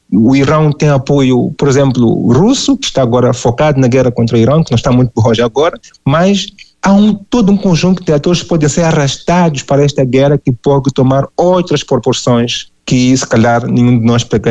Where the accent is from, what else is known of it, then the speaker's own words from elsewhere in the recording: Mozambique; dizer que na nossa pronúncia aqui em Moçambique, o nome Djibouti é mesmo Djibouti, então vão ficar à vontade eu dizer Djibouti diretamente, como nós dizemos aqui em Moçambique.